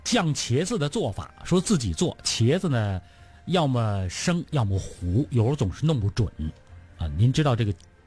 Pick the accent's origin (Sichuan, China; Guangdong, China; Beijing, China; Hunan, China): Beijing, China; 而且咱们北京人一般做馅儿的时候呢也爱搁点酱，